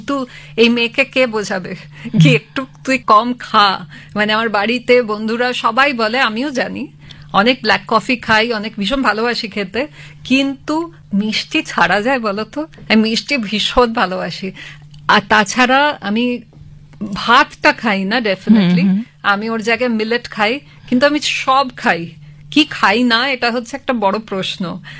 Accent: Kolkata, West Bengal, India; born there; আমি প্রচণ্ডভাবে বাঙালি, কারণ আমি অ্যাকচুয়ালি তো এখানেই জন্মেছি কলকাতাতে। আর আমি মানে অনেক আমার বন্ধুরা আছে কলকাতার বন্ধুরা, যারা বলে তুই তো বাংলা বলতেই পারিস না, কিন্তু আমি যথেষ্ট বাঙালি। আমি বাংলা পড়েওছি, পড়তে জানি আজও

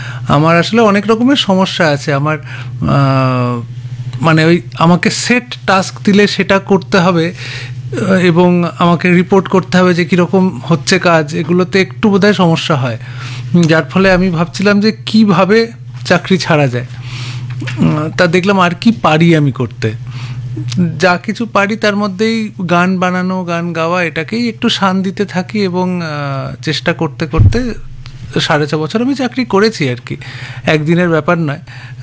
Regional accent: Kolkata, West Bengal, India; moved away as an adult; আমি তো দীর্ঘদিন প্রবাসে ছিলাম, এবার এই প্রবাস থেকে কলকাতা ফিরছি, বাড়িতে থাকব

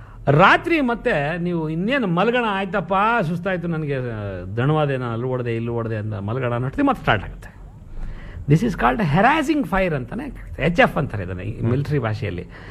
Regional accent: South India, India; ನಾನು ಬೆಂಗಳೂರಿಂದ ಬಂದಿದ್ದೀನಿ, I M A south Indian

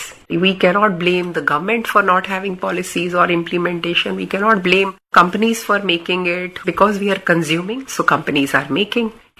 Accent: Delhi, India; born or raised there

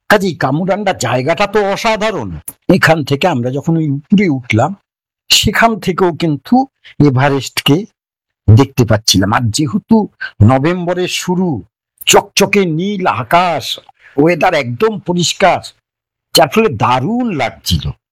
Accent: Belgharia, West Bengal, India; আমার বাড়ি বেলঘরিয়া

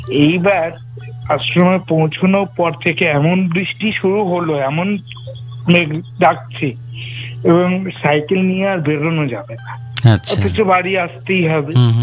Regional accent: Murshidabad, West Bengal, India; তখন আমরা গ্রামের বাড়িতে থাকি, আমার গ্রামের বাড়ি মুর্শিদাবাদ নগর খড়গম থানার অন্তর্গত

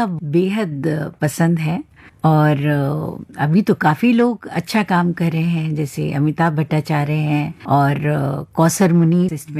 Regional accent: Meerut, Uttar Pradesh, India; मेरा बचपन मेरठ में बीता है।

